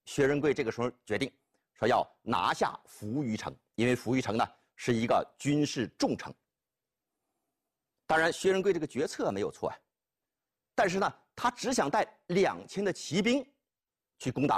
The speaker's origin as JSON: {"language": "Chinese", "country": "China", "said": "我们中国人呢心目当中"}